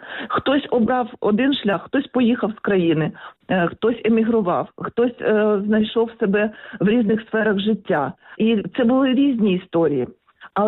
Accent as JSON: {"language": "Ukrainian", "region": "Kyiv", "country": "Ukraine", "tie": "born or raised there", "said": "коли я корінна киянка, і ми з батьком їхали в тролейбусі по вулиці Васильківській"}